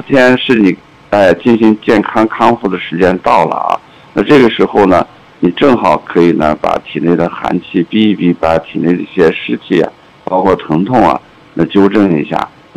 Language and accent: Chinese; Xinjiang, China